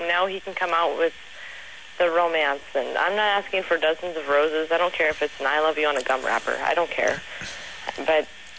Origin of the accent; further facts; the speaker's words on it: Midwest, United States; I'm from the Midwest, so this is...